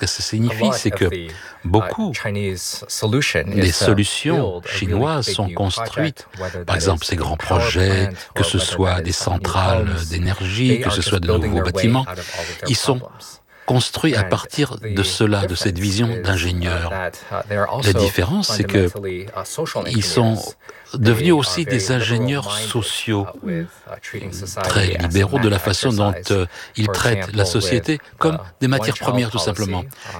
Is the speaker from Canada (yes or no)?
yes; Canada; passé la plus grande partie de mon enfance au Canada